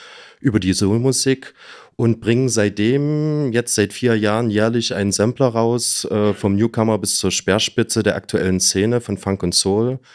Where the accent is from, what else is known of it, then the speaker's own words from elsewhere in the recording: Leipzig, Saxony, Germany; wir kommen aus Leipzig